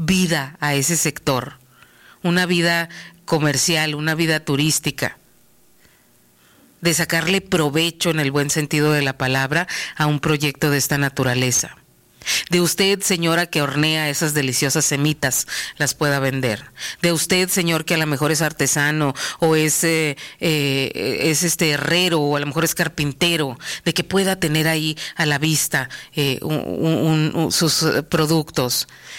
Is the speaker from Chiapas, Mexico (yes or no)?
no; Sonora, Mexico; así como somos los sonorenses de atrabancados